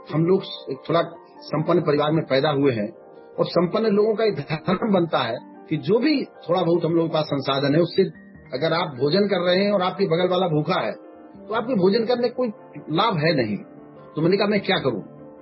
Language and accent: Hindi; Banda district, Uttar Pradesh, India; born there; moved away